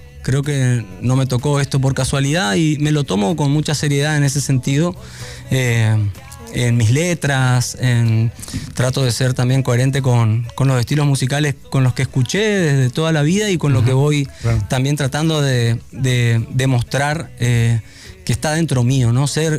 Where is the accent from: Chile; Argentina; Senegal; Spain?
Argentina; Formosa; born there; yo nací en Formosa